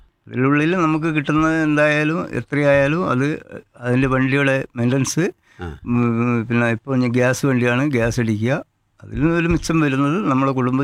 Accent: Mooveri, Kerala, India; എന്റെ വീട് പാസിഫിക മൂവേരി.

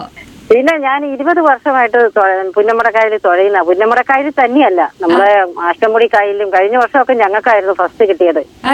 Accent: Kerala, India; എന്റെ ചെറുപ്പകാലത്തൊന്നും ഇതിവിടെ എങ്ങും വണ്ടി ഇല്ലായിരുന്നു.

